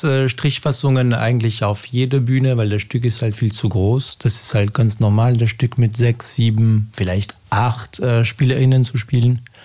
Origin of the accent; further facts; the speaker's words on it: France; German is a second language; moved away as an adult; now in Vienna, Austria; Ich bin Franzose und das ist auch Schullektüre. Das heißt, das kenne ich aus Frankreich.